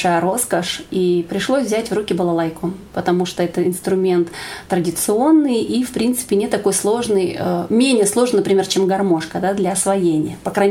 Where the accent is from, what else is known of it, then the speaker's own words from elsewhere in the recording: Irkutsk, Irkutsk Oblast, Russia; moved away as an adult; now in Central Russia; Я родилась в городе Иркутске, в Иркутской области. Там я жила, получала образование, начальное образование, музыкальное образование.